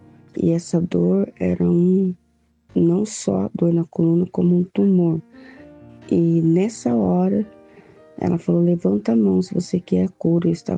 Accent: Mogi Guaçu, São Paulo, Brazil; sou daqui de Mogi Guaçu.

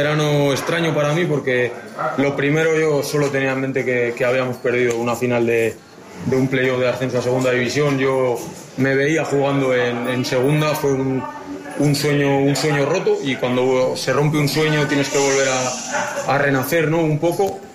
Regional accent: Logroño, La Rioja, Spain; moved away as an adult; also born or lived in Zamora; me fui al club de mi tierra, un club que adoro, del que salí con 23 años y estaba desde los 14, desde los 15.

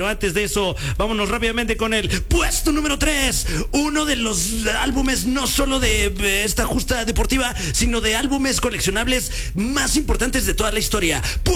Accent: Mexico; Italia 90, que a nosotros como mexicanos, pues la verdad que...

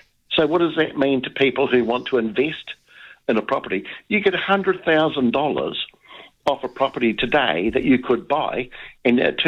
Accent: Christchurch, Canterbury, New Zealand; and I'm originally from Christchurch

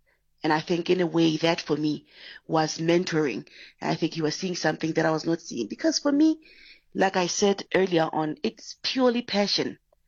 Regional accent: Mahikeng, North West, South Africa; I'm from Mafikeng

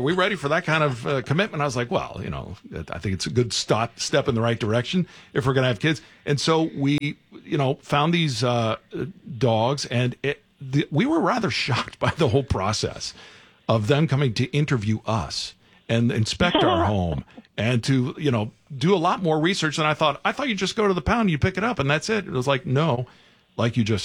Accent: Florida, United States; I'm from Florida.

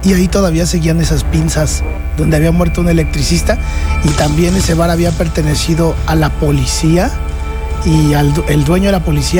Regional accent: Querétaro, Mexico; now in Mexico City, Mexico; yo soy el queretano más regio de la Ciudad de México

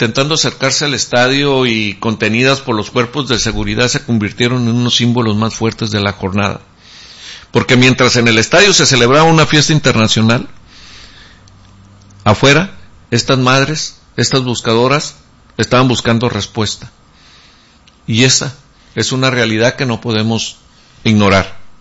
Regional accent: Mexico

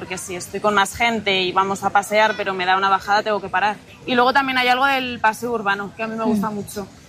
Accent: Segovia, Castile and León, Spain; Sí, sí, yo soy de Segovia.

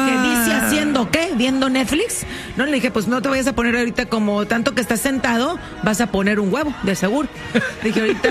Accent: northern Mexico, Mexico; somos norteñas

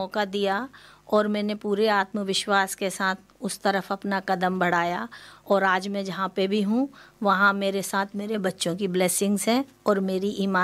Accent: Harda, Madhya Pradesh, India; now in Australia; मैं मध्य प्रदेश से हूँ। मध्य प्रदेश के पास भोपाल के पास एक छोटा सा शहर है, उसका नाम है हरदा। वो हरदा से मैं बिलोंग करती हूँ

